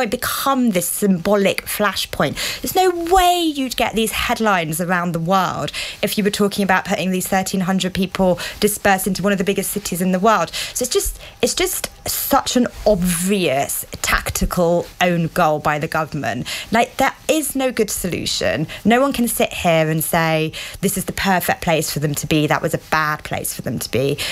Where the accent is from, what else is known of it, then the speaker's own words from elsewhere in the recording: London, United Kingdom; I grew up in London